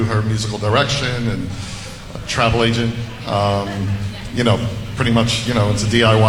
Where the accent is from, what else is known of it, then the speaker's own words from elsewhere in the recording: New York, United States; I'm from New York also